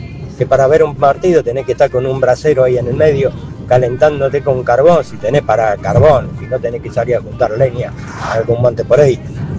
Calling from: Bahía Blanca, Buenos Aires Province, Argentina; acá en Bahía Blanca ya sabés todo lo que pasó

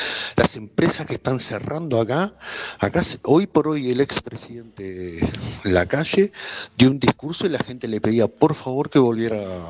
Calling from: Uruguay; te hablo como tú, uruguayo

